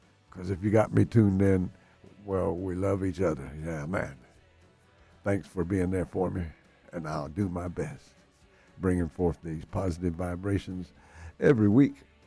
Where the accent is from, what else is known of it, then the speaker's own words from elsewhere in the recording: Irving, Texas, United States; now in Winter Park, Florida, United States; I grew up in Dallas, Texas, Irving, Texas, right outside of Dallas. I've been in Florida for 45 years